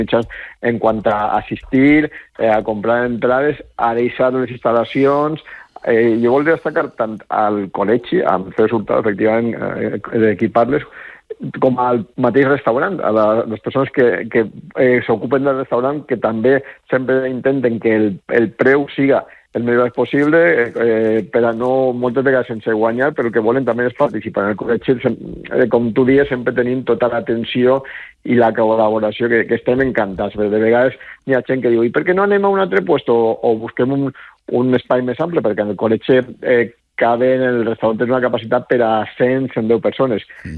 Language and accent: Catalan; Valencian Community, Spain; perquè diem que som periodistes, però també som valencians